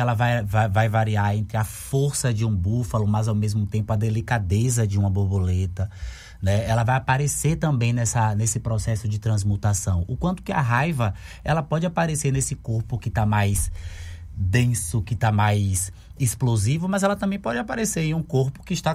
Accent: Salvador, Bahia, Brazil; Porque eu sou de Cajazeiras

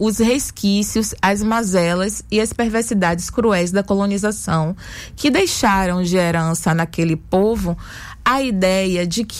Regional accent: Salvador, Bahia, Brazil; Eu nasci no Engenho de Brotas.

